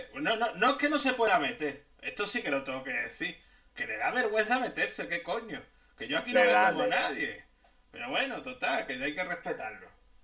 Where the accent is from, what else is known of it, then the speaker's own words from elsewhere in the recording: León, Castile and León, Spain; venimos de León.